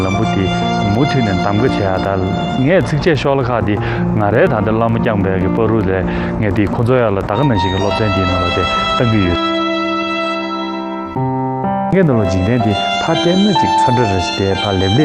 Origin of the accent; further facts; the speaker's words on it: Beijing, China; 我们团队人，我来自北京